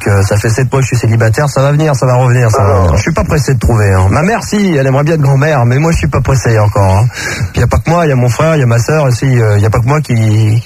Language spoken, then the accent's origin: French; Versailles, Île-de-France, France; born there